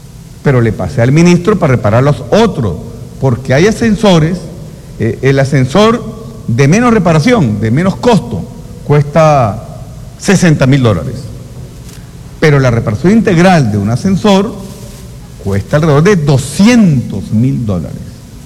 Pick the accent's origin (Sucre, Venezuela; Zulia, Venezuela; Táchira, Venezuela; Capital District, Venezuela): Táchira, Venezuela; San Cristóbal; Yo me crié en Riberas del Torbes